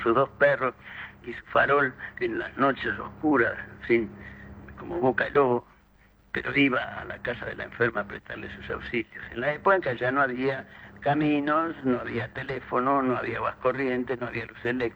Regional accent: Montevideo, Uruguay; born there; Yo nací en lo que hoy es Camigo, Avenida Casabal. Mismo, casi contiguo a la vieja cancha de Peñarol.

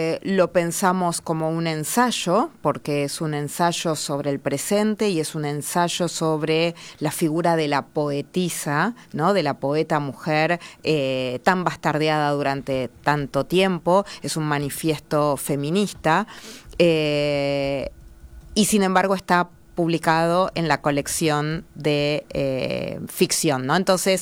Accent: Argentina

